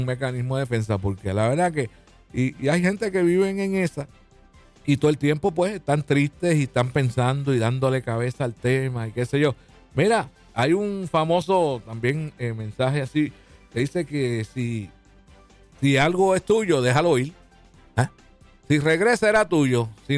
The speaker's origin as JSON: {"language": "Spanish", "country": "Puerto Rico", "said": "yo soy de Mameye en 1960."}